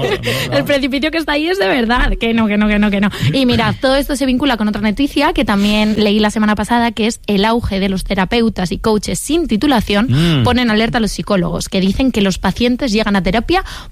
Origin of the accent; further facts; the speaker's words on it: Madrid, Community of Madrid, Spain; Bueno, metafóricamente me llevó en realidad al centro de salud, que siendo madrileña quizás sí que era el infierno, la verdad.